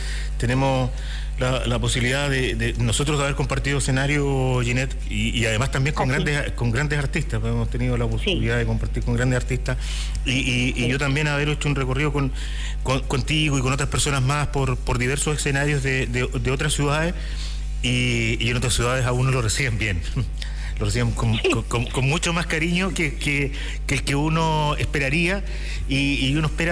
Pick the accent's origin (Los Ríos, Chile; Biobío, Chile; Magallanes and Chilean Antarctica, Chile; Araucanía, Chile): Araucanía, Chile; Angol; decir con orgullo, son de mi tierra, son de Angol.